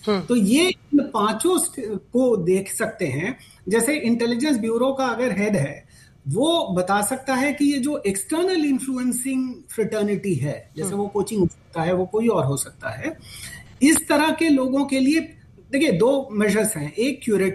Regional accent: Uttar Pradesh, India; मैं तो उत्तर प्रदेश से आता हूँ, तो एक जमाने में आईआईटी कानपुर को हम लोग मानते थे कि हिंदुस्तान का बेस्ट आईआईटी है

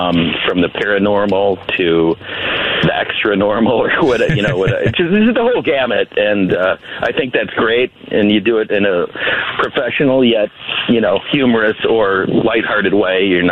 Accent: Chicago, Illinois, United States; now in San Diego, United States; I grew up in the Chicago area. I live in San Diego.

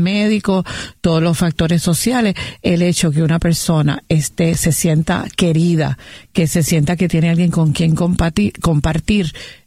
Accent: Río Piedras, Puerto Rico

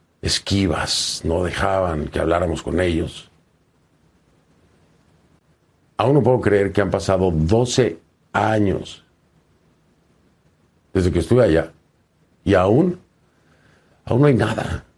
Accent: Mexico; soy mexicano

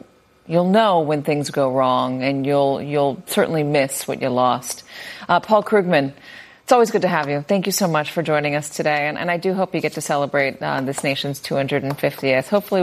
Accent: California, United States; I'm from California

